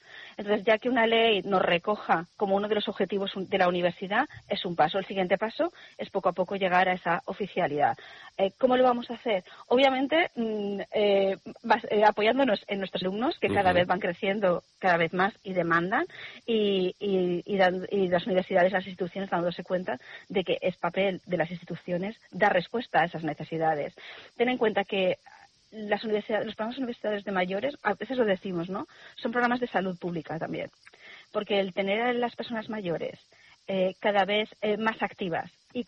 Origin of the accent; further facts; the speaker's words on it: Spain; Nosotros somos españoles